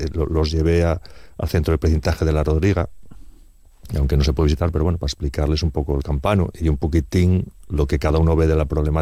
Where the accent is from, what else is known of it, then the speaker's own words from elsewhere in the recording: Figaredo, Asturias, Spain; porque yo en mi pueblo, en Figaredo, el río bajaba negro y los lavaderos sacaban el carbón.